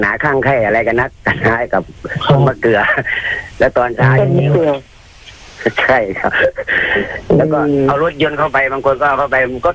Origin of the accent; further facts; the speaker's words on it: Bangkok, Thailand; ผมโตที่กรุงเทพครับผมคนบ้านนอกก็จริงแต่ผมไปเรียนตัดเย็บนี่ผมไปโตที่สามย่านครับ